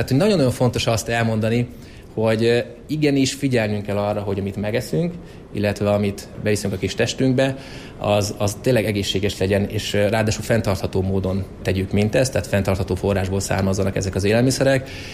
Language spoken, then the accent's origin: Hungarian; Miskolc, Borsod-Abaúj-Zemplén, Hungary; mi is nagyon szeretjük miskolciként a Liafjordi kisvasutat